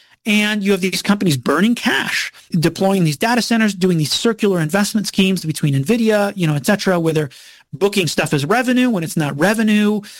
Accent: Peru; I'm from Peru, right?

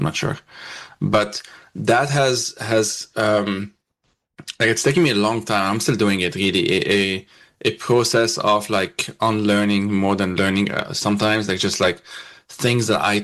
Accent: Lebanon; So even, I mean, as I grew up in Lebanon, I took the kind of that curriculum, but due to Lebanon's own colonial history, I didn't know about most of these anyway.

